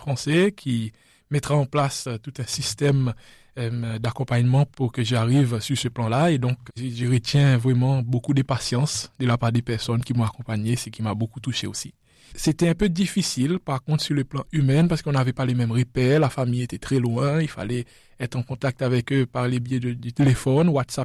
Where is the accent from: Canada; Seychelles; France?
Seychelles; La Digue; je viens des Seychelles, les îles Seychelles. J'ai grandi aux Seychelles dans une île qui s'appelle la Digue